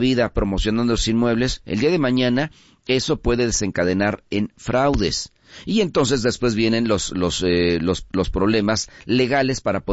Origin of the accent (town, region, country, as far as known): Mexico